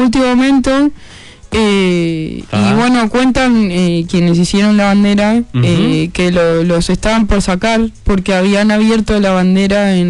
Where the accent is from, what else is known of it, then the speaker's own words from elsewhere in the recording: Argentina; habla mucho de nuestro folclore como argentinos